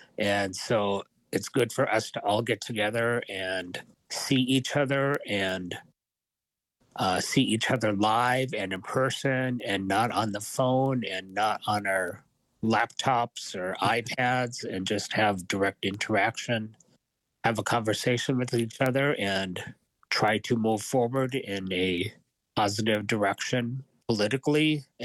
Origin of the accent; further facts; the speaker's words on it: Hibbing, Minnesota, United States; I grew up in northern Minnesota, so it was a much different environment. I grew up in Hibbing.